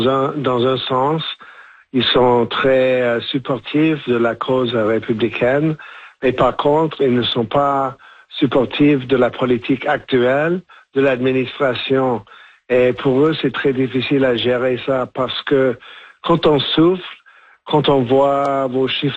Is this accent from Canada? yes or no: yes; Canada; moi, je suis Canadien